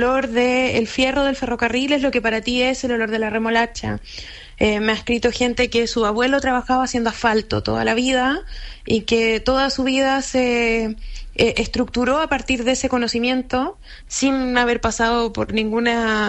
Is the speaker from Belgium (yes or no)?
no; Chillán, Ñuble, Chile; born or raised there